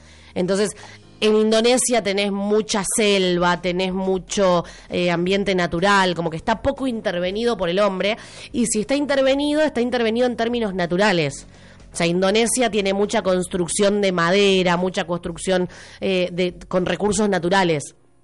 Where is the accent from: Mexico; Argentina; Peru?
Argentina; Como yo soy una argentina que come variado